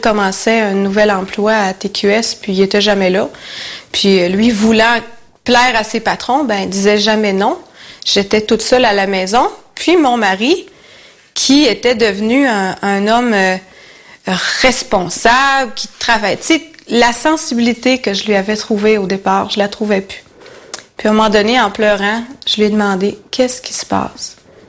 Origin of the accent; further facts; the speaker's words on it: Quebec, Canada; j'étais seule dans cette région-là parce que je venais du Saguenay, puis j'étais à Québec